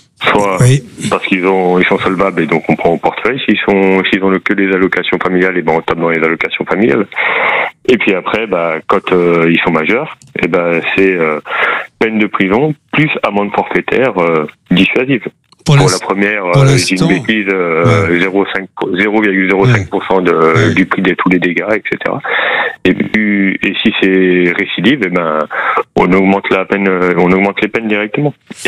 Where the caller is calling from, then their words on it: Urcuit, Nouvelle-Aquitaine, France; je vous appelle de Urquhuit, dans les Pyrénées Atlantiques.